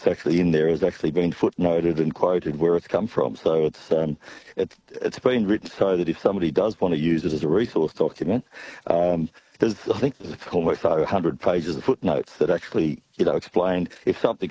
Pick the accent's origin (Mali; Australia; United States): Australia; Walkerville; I'm from Walkerville